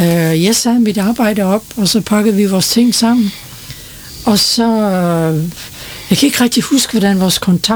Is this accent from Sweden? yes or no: no; Jutland, Denmark; Jeg har altid, Egon kan lide at sige, at jeg er jo jyde, jeg står med begge fødder i den jyske muld.